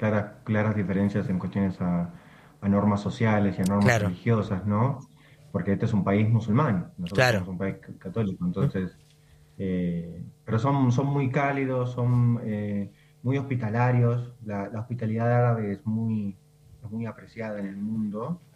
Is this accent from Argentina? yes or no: yes; Argentina; porque como yo soy argentino, ella puede tener la nacionalidad argentina